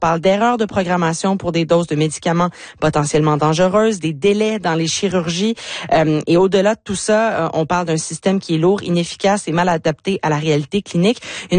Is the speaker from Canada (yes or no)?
yes; Quebec, Canada; ça pourrait éventuellement se rendre jusque chez nous en Outaouais.